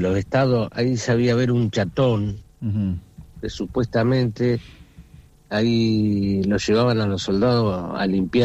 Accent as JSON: {"language": "Spanish", "town": "General Villegas", "region": "Buenos Aires Province", "country": "Argentina", "tie": "born or raised there", "said": "Yo soy de General Villegas."}